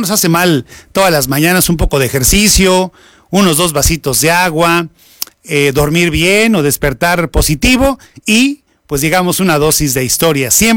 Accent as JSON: {"language": "Spanish", "country": "Mexico", "said": "pues como buenos mexicanos siempre acostumbramos a hablar solamente de lo malo de las personas"}